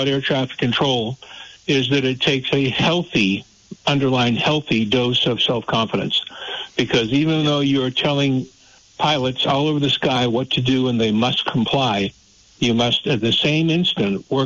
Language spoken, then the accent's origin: English; Massachusetts, United States; moved away as an adult; now in Richmond, Vermont, United States; because I was brought up in the North Shore of Boston.